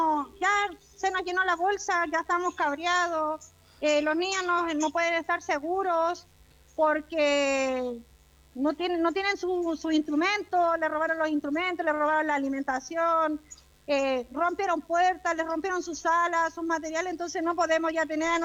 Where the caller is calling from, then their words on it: Villa Alemana, Valparaíso, Chile; soy la única representante de acá de Villa Alemana